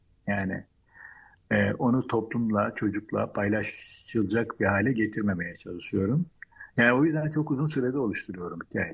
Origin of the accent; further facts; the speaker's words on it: Istanbul, Turkey; born there; also born or lived in Samsun; Daha sonra İstanbul'a geldiğimde ilkokul öğrencisiydim.